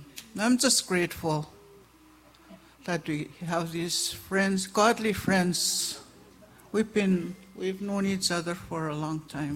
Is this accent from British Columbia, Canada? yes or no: no; Garden Hill, Manitoba, Canada; We're from Garden Hill. There's six of us that came.